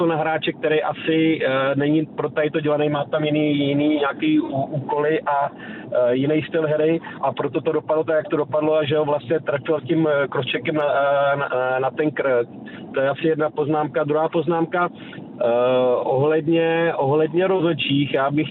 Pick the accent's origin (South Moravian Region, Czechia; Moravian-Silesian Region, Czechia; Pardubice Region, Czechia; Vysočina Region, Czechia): Pardubice Region, Czechia; Pardubice; Já jako hrdý Pardubák